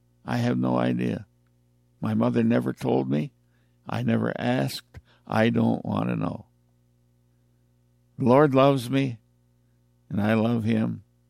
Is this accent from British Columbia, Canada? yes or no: no; Ontario, Canada; also born or lived in Buffalo, New York; Buffalo, New York, 84 years ago. At the age of 8 months, I was taken down to the Six Nations Reservation near Brantford, Ontario, and handed over to my grandmother, who raised me.